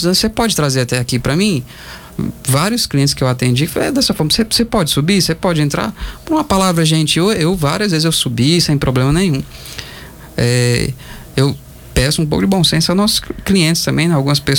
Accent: São Paulo, Brazil; Porque eu vim de São Paulo, lá a gente não tem essa cultura, né?

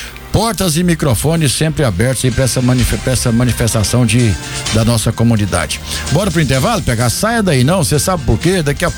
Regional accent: Brazil; Nós somos brasileiros

